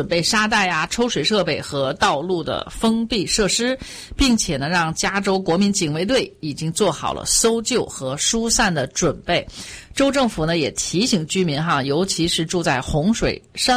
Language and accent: Chinese; China; 我们中国人